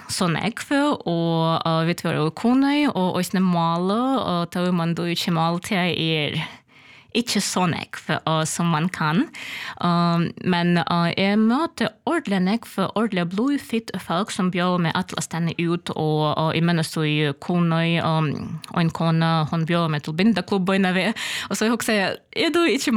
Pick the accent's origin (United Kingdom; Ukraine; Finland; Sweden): Ukraine; Kharkiv, Kharkiv Oblast; Swedish is a second language; moved away as an adult; now in Kyiv, Ukraine; Jag var född i Kharkiv, det är österpast av Ukraina. Jag var uppvuxen här, fick min utbyggning här. Och så 17 år till jag var 25 år flyttade till Kiev och bor här i 20 år.